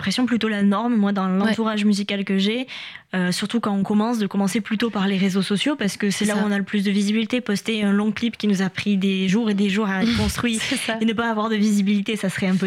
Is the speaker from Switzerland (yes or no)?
no; Toulouse, Occitanie, France; Je viens de Toulouse, je souris à chaque fois que j'entends le nom de ma ville.